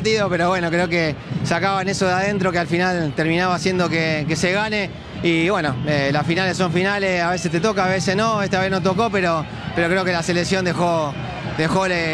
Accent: Argentina; como argentino me gustaría que siga.

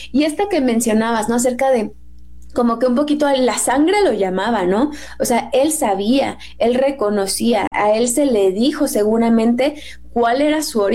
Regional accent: Mexico; born there; sí, soy mexicana, porque soy mexicana de nacimiento y de corazón y de todo, ¿no?

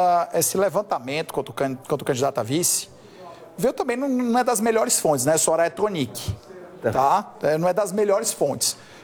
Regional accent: Ceará, Brazil; porque o pessoal tenta empurrar o Ciro Gomes para dizer que é cearense da minha terra

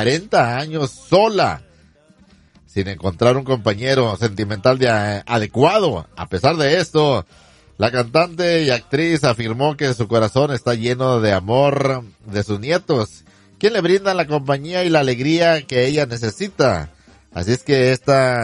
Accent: Monterrey, Nuevo León, Mexico; Para acá, Monterrey

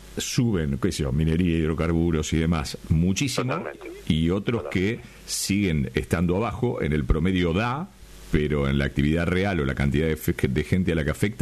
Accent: Rauch, Buenos Aires Province, Argentina; Por la 30, pasá por Rauch. Exactamente. Por mi pueblo.

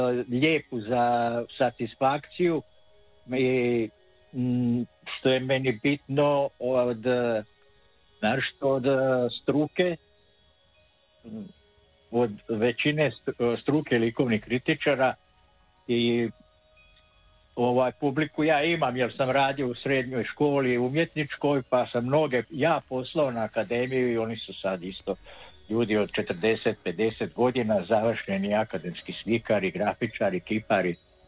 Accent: Osijek, Osijek-Baranja County, Croatia; Da je Slavonac, on je imao sentimente, a ja dolazim iz Osijeka.

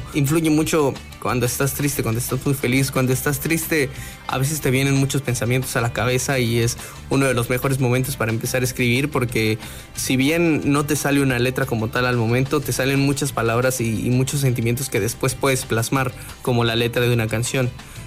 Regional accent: Chiapas, Mexico; ir a un festival y decir con todo el orgullo que le tengo a mi estado, soy de Chiapas

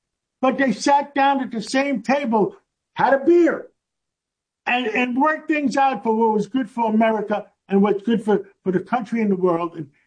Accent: New York City, New York, United States; I grew up in Harlem on 135th Street, and between Broadway and Amsterdam Avenue by City College, by Lewiston Stadium up there.

